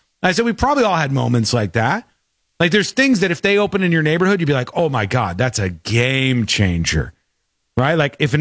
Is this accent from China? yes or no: no; West Palm Beach, Florida, United States; We saw them all the time growing up in West Palm Beach, Florida.